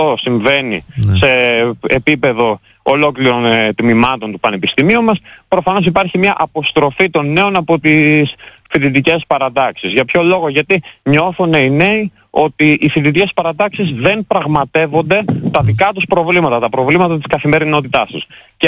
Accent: Amfilochia, Western Greece, Greece; now in Patras, Greece; Είμαι από την Αμφιλοχία, της Οδοκαρνανίας.

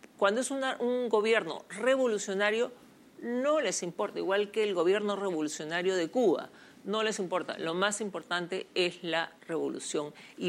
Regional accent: Peru; Necesitamos como peruanos

